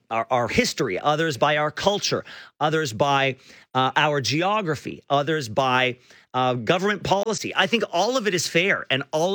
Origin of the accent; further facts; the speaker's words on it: Canada; you're trying to tell me that my conception of being Canadian is invalid.